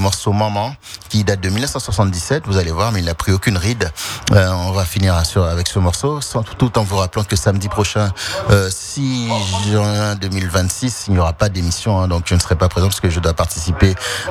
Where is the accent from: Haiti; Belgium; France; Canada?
Haiti; je ne peux pas me dédoubler comme on dit chez nous en Haïti.